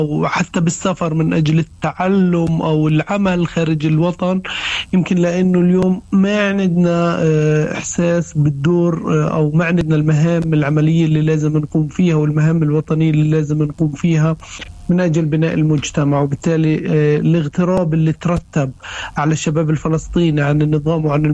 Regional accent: Palestine; وإحنا كمان كفلسطينيين لما بنكون مغادرين فلسطين إحنا مغادرينها على أمل العودة

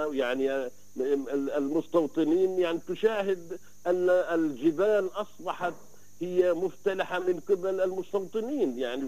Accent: Palestine; نرحب بها كفلسطينيين

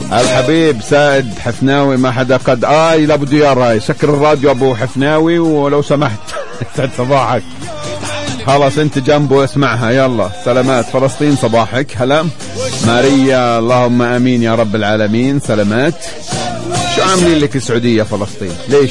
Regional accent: Palestine; احنا كفلسطينية

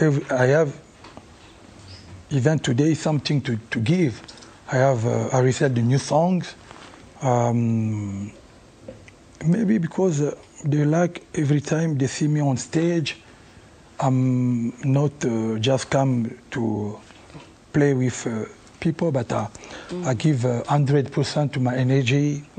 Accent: Kinshasa, DR Congo; moved away as an adult; also born or lived in Paris; I grew up in Kinshasa and I go to the Paris when I was I used to be a little bit, you know, like 19, 20. So I have both culture, you know, Congolese culture and Rumba music.

